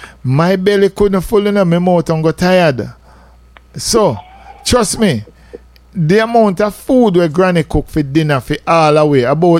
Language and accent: English; Jamaica; I come from Jamaica.